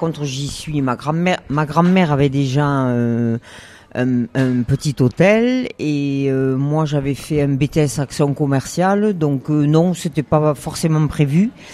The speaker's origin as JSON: {"language": "French", "town": "Lourdes", "region": "Occitanie", "country": "France", "tie": "born there", "said": "moi je suis née à Lourdes."}